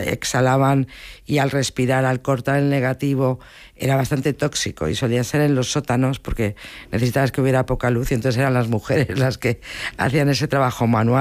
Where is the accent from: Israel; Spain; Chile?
Spain; Bilbao, Basque Country; yo soy de Bilbao y volver a casa, volver a contar esto